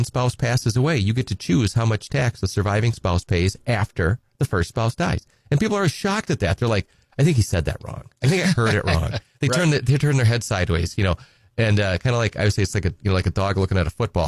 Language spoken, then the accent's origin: English; Edgar, Wisconsin, United States; I'm from Edgar, originally, and you know, good hometown Wisconsin Badger. My undergrad is from Madison, but I'm from Edgar.